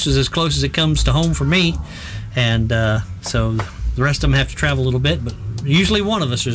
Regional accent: Ohio, United States; Yes, we're all from Southern Ohio or Central Ohio, South Central Ohio, you would say.

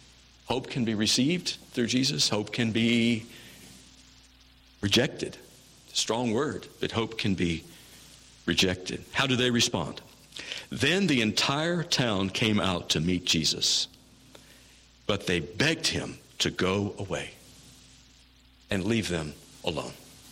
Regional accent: Missouri, United States; You know, the Battle of Wilson's Creek is much remembered in my hometown.

